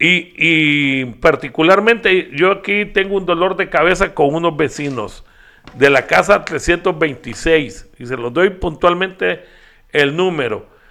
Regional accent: Tegucigalpa, Francisco Morazán, Honduras; el centro histórico de Tegucigalpa, en los años que fuimos niños, ahí vivían solo familias

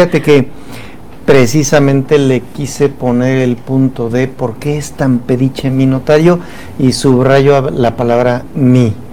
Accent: Querétaro, Mexico; aquí en mi querido Pueblétaro. Sí, los que somos oriundos de Querétaro sabemos a qué me refiero.

